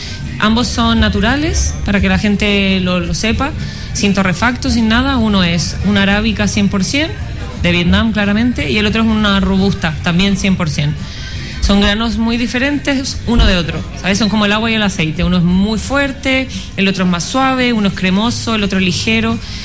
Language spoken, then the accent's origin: Spanish; Chile; moved away; Yo, de un poquito más lejos, de Chile.